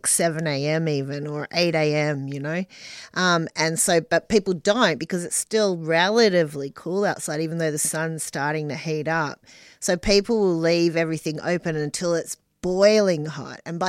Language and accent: English; Perth, Western Australia, Australia; now in Victoria, Australia; I grew up rurally in WA, but then by the time I was a teenager, I was living in Perth